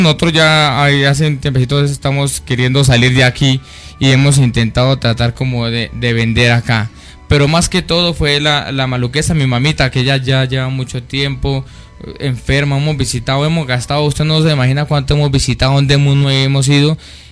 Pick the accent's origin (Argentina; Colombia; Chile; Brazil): Colombia; Campo Hermoso; Vengo del municipio acá de Campo Hermoso, del corregimiento de Los Cedros.